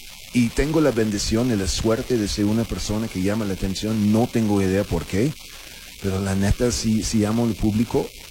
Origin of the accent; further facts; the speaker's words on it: Mexico City, Mexico; Soy chilango con acento.